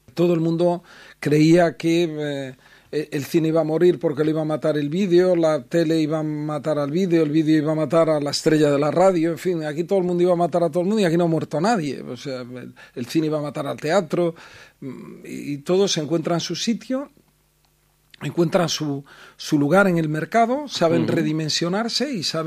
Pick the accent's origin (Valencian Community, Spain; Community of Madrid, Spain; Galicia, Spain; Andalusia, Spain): Galicia, Spain; Marín; En realidad yo es que soy de Marín, pero me siento muy gallego, me siento gallego por los cuatro costados.